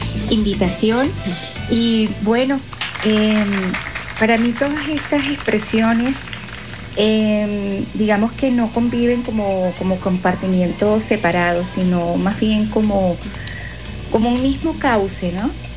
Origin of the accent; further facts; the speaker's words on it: Monagas, Venezuela; mi tierra amada. Monagas es donde empezó toda mi carrera artística, la tierra que me dio la sensibilidad y las ganas de crear antes de que supiera qué camino tomaría.